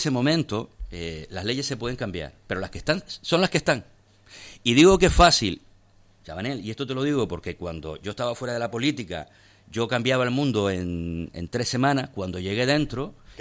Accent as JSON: {"language": "Spanish", "town": "Temisas", "region": "Canary Islands", "country": "Spain", "said": "yo soy de Temisa, ha sido alcalde de Agüime y lo conozco desde"}